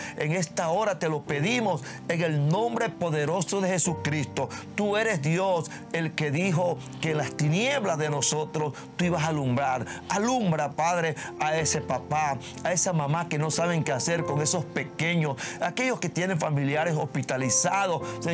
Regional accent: Panama

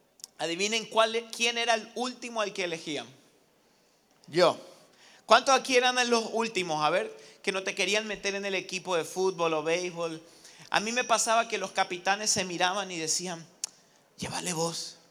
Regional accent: Argentina

